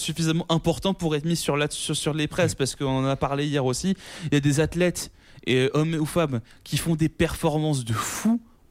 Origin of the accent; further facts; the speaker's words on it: France; On parle de la France parce que c'est ce qui nous concerne, on est français.